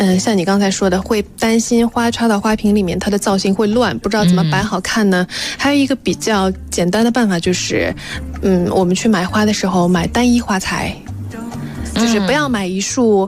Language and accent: Chinese; China; 但是我们中国人会对菊花有一些忌讳。